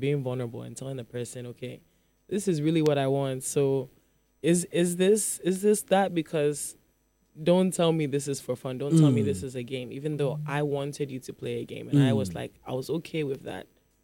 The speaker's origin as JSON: {"language": "English", "town": "Accra", "region": "Greater Accra", "country": "Ghana", "tie": "born there", "also_born_or_lived": "Berekum, Ghana / Chicago, United States", "moved": "yes", "said": "where I'm from in Accra, or where like my hometown is in Konya"}